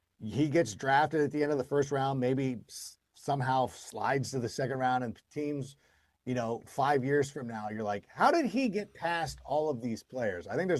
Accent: California, United States; Miguel's Jr. is not close. It's from my hometown. Miguel's Jr., Don Ramones, anybody in the Southern California area.

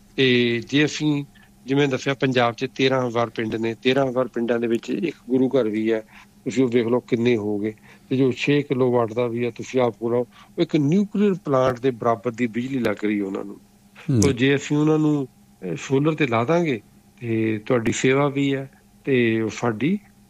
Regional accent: Jalandhar, Punjab, India; ਅਤੇ ਮੇਰਾ ਪਿੰਡ ਜਲੰਧਰ ਦੇ ਲੱਗਿਆ ਸੀ, ਉੱਥੇ ਜਲੰਧਰ ਵਗੈਰਾ ਦੇ ਲਵਾ ਰਹੇ

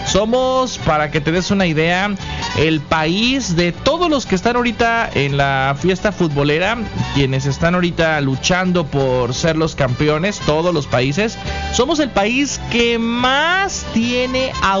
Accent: Mexico

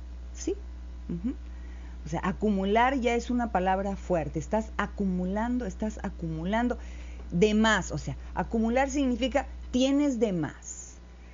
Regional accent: Villagrán, Tamaulipas, Mexico; Dije que no se me pase felicitar a mi pueblo natal, el hermoso.

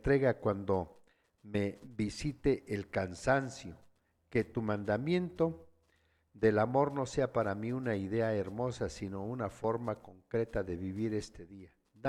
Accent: San Juan Yucuita, Oaxaca, Mexico; Igual hay un saludo para las familias que nos están escuchando en mi pueblo, San Juan Yucuita.

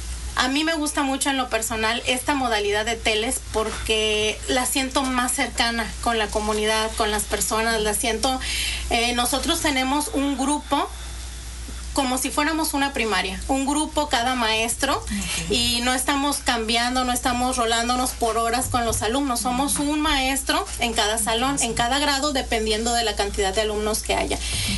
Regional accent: Altamira, Tamaulipas, Mexico; yo soy de Altamira, soy de Altamira, Tamaulipas, y quisiera platicarles un poquito acerca de lo que es la modalidad de telesecundaria.

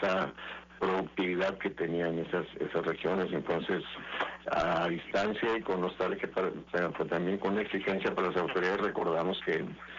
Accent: Nicolás Bravo, Chihuahua, Mexico; moved away; Nicolás Bravo, en el municipio de Mara, Chihuahua, donde yo soy nativo.

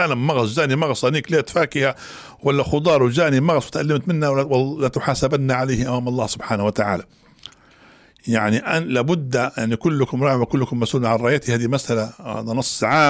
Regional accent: Libya; وحن كنا كليبيين

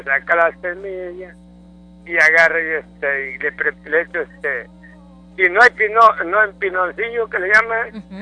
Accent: Veracruz, Mexico; moved away; soy de Veracruz.

